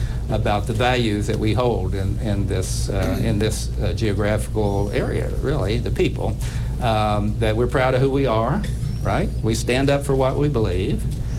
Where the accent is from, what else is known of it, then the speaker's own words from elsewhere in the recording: West Virginia, United States; moved away; MacDowell County, where I'm from.